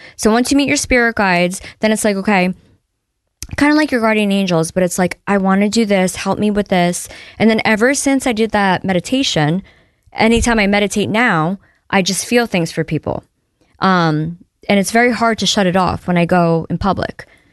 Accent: New York, United States; But yeah, I grew up in the Hudson Valley. So the Hudson Valley is known for aliens and UFOs.

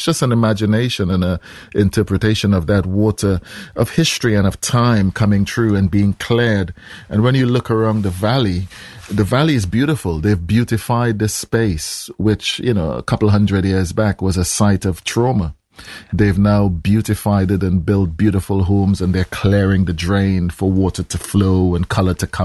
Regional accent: Trinidad & Tobago; Carnival, you know, which I grew up with in Trinidad, is a very surreal thing, you know.

